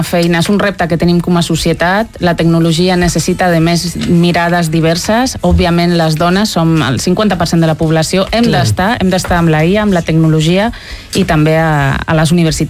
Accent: Madrid, Community of Madrid, Spain; Catalan is a second language; soc de Madrid, per això que dic

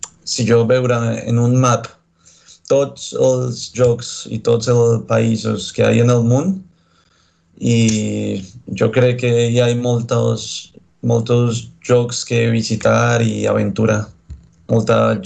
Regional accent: Bogotá, Colombia; Catalan is a second language; moved away as an adult; also born or lived in Pereira, Colombia / London, United Kingdom / Girona, Spain; now in Barcelona, Spain; Soc de Bogotà, de la capital.

